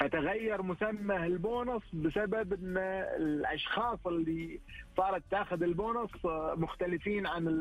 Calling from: Eastern Province, Saudi Arabia; من المنطقه الشرقيه.

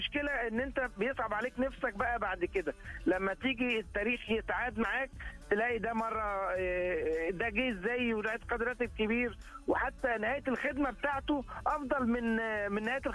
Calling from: Riyadh, Riyadh Province, Saudi Arabia; من الرياض.

